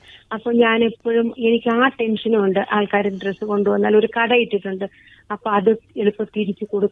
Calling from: Karamana, Kerala, India; ഞാൻ കരമനയിൽ നിന്നാണ് വിളിക്കുന്നത്.

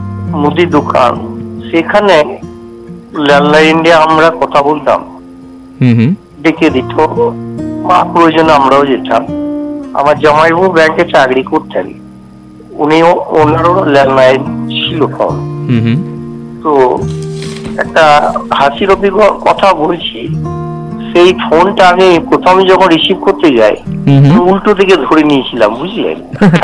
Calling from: West Bengal, India; আমি পশ্চিমবঙ্গ বীরভূম থেকে

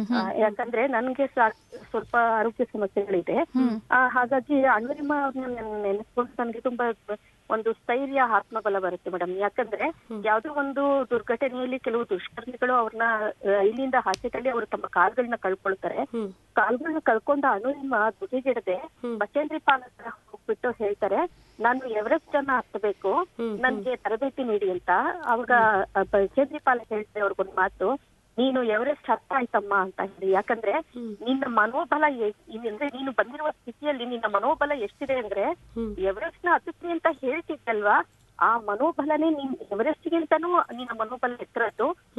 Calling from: Mysore, Karnataka, India; ಮೈಸೂರಿನಿಂದ ಮಾತಾಡ್ತಾ ಇರೋದು.

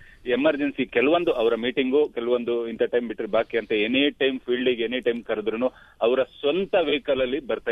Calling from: Sakleshpur, Karnataka, India; ನಮ್ಮ ಗ್ರಾಮ ಪಂಚಾಯತಿ ದೇವಲ್ಕೆರೆ ಗ್ರಾಮ ಪಂಚಾಯತಿ

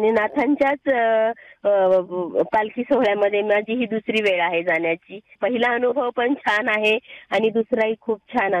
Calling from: Parbhani, Maharashtra, India; परभणीची आहे

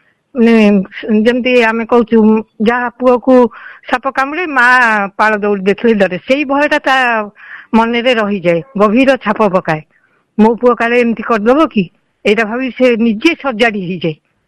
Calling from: Jagatsinghpur, Odisha, India; କହୁଥିଲି ଜଗତସିଂହପୁରରୁ।

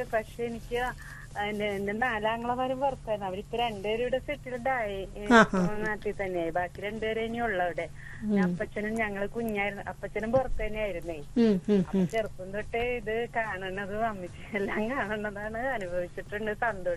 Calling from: Kerala, India

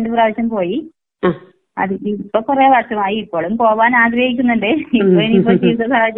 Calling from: Payyanur, Kerala, India; പയ്യന്നൂര് പാടിയോട്ട് ചാലിൽ നിന്നാണ്.

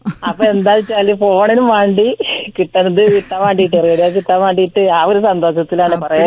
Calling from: Vellambram, Kerala, India; Vellambram.

